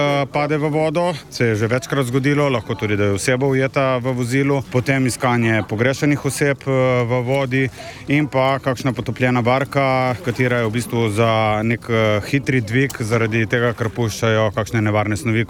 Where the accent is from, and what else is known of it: Piran, Coastal–Karst, Slovenia